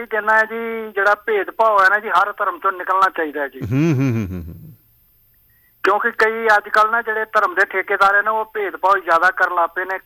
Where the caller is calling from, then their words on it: Patiala, Punjab, India; ਮੈਂ ਪਟਿਆਲੇ ਤੋਂ ਬੋਲਣ ਦਿਆਂ ਜੀ